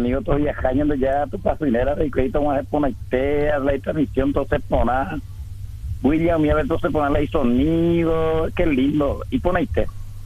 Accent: Paraguay; yo soy de Vila Aeropuerto

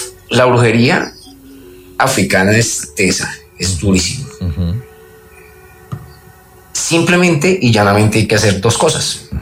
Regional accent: Ibagué, Tolima, Colombia; Segundo, yo soy de Ibagué.

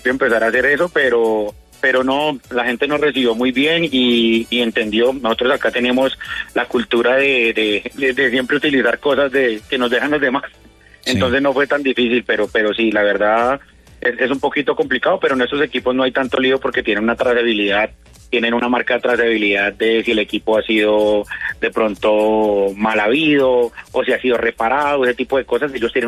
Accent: Colombia; absolutamente todos somos colombianos, los que los traen somos colombianos

